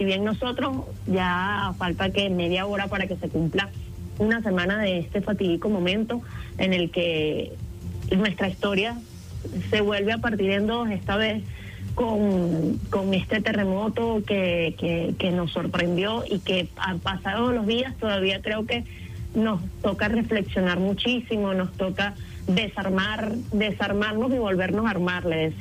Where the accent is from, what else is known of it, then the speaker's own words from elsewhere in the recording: Venezuela; del reencontrarnos como venezolanos y venezolanas